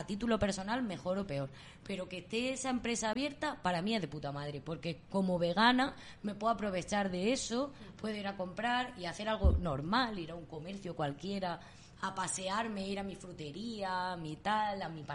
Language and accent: Spanish; Linares, Andalusia, Spain; moved away; la última vez que estuve en mi pueblo, que yo soy de Linares